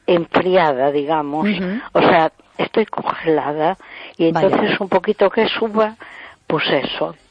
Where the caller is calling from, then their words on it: A Coruña, Galicia, Spain; de Coruña.